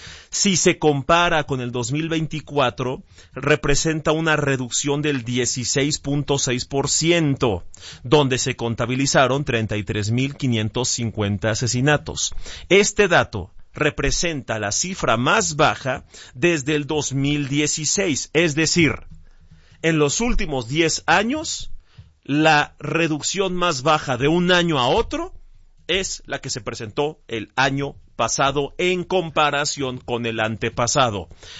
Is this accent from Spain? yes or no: no; Mexico